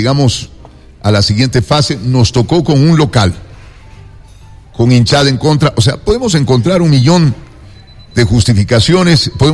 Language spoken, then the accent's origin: Spanish; Ecuador